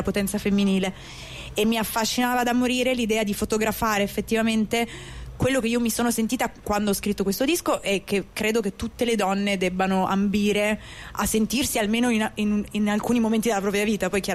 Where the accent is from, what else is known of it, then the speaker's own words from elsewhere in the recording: Turin, Piedmont, Italy; io sono di Torino, quindi sono un po' strega, sono un po' esoterica, insomma ce l'ho un po' nel sangue l'esoterismo